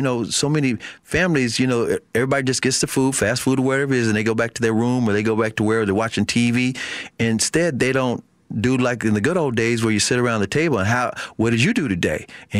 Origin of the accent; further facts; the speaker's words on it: Memphis, Tennessee, United States; I grew up in Memphis.